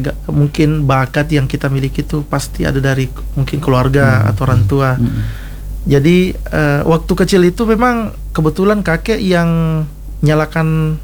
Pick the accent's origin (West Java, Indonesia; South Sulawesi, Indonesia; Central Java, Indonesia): South Sulawesi, Indonesia; Soppeng; moved away as an adult; now in Bone, Indonesia; Saya orang Sopeng.